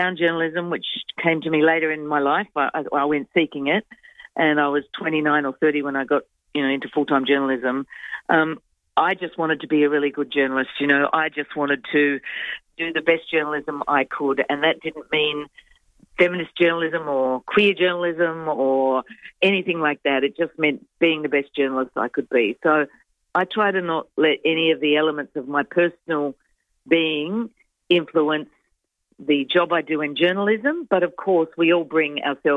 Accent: Adelaide, South Australia, Australia; I grew up in Adelaide in a family where my parents were very community-minded.

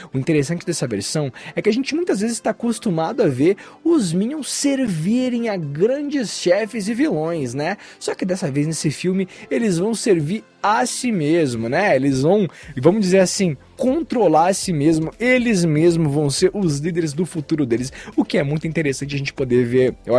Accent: Rio Grande do Sul, Brazil

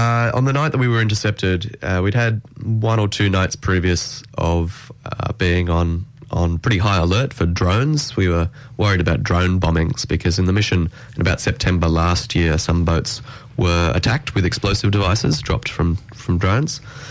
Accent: Australia; how do I want to be involved in this conflict as an Australian?

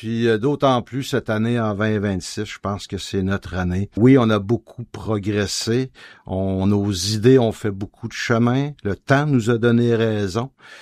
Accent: Sept-Îles, Quebec, Canada; Je suis quelqu'un, moi, originaire de Sept-Îles. J'ai 59 ans. J'ai grandi ici. Le plus loin, je me rappelle, c'est j'ai grandi au Vieux-Quai.

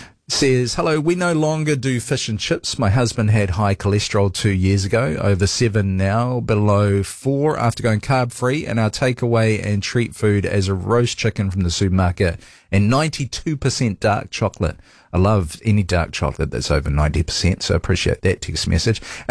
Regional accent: New Zealand; I feel dirty as a New Zealander saying it

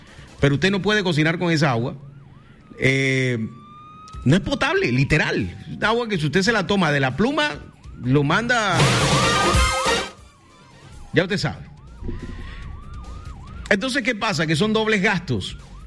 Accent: Santa Marta, Magdalena, Colombia; yo nací en Los Almendros, yo sé de qué estoy hablando. Yo me crié en un barrio en el que tocaba hacer huecos en la madrugada cerca al tubo madre para poder, cuando llegara el poquito de agua, tirar unos baldes para poder uno ir a bañarse para ir al colegio.

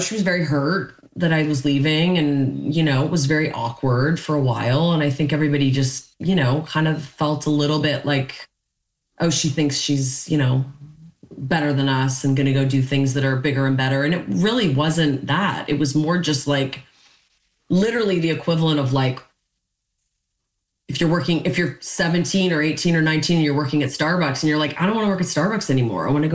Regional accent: Canada; and being Canadian, like I weirdly didn't really even process it.

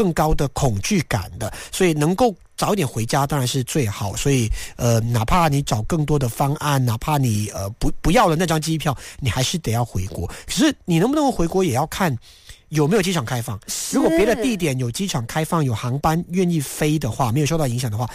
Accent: Malaysia; 当然就是我们马来西亚人，因为我们这边没有火山，我们也不处在这个地震的板块啊

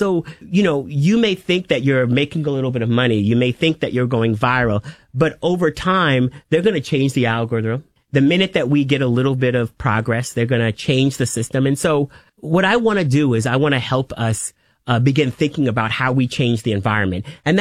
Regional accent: Riverhead, New York, United States; born or raised there

